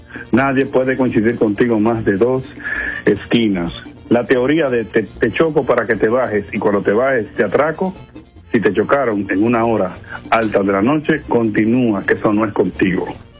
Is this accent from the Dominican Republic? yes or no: yes; Dominican Republic; also born or lived in Japan; Soy dominicano, graduado en Japón